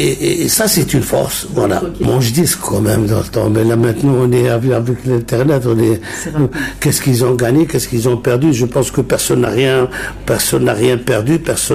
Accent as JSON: {"language": "French", "region": "West", "country": "Algeria", "said": "Même chez moi, j'ai trouvé des difficultés parce que nous, les gens de l'Ouest, on a notre langue, notre dialecte qui est différent de l'autre côt"}